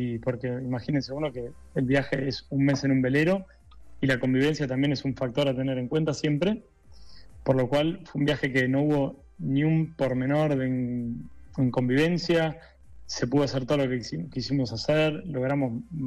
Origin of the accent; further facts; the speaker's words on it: Buenos Aires Province, Argentina; Somos de las afueras de Buenos Aires.